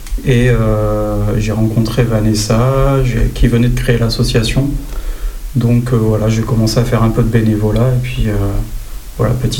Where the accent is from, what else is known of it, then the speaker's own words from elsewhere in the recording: Nouvelle-Aquitaine, France; j'ai grandi en HLM, à côté de Bergerac, et mes parents étaient ouvriers, tous les deux. Mmh. Moi, je me considère en classe populaire.